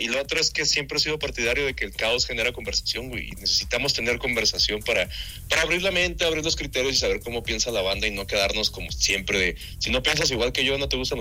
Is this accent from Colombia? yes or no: no; Aguascalientes, Mexico; Aguascalientes en mi tierra natal